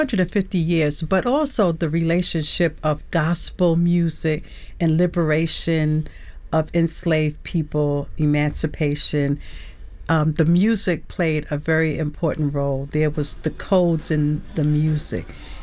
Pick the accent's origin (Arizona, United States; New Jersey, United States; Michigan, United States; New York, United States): New York, United States; Brooklyn; growing up in Brooklyn, New York, I did not celebrate Juneteenth. When I came here, it really wasn't celebrated.